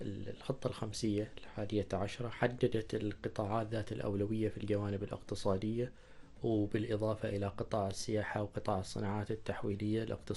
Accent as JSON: {"language": "Arabic", "country": "Oman", "said": "موجودة عندنا في عمان؟"}